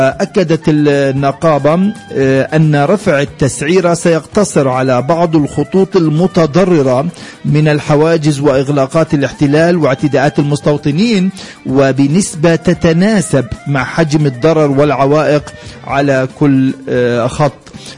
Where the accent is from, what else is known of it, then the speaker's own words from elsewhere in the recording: Palestine; لأننا نحن في فلسطين